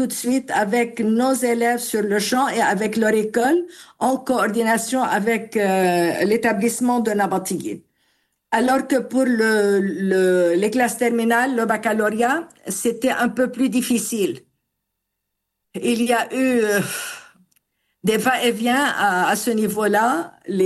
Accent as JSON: {"language": "French", "country": "Lebanon", "said": "en tant que Libanais, vraiment très connus pour le niveau de notre niveau éducatif, pour nos diplômes"}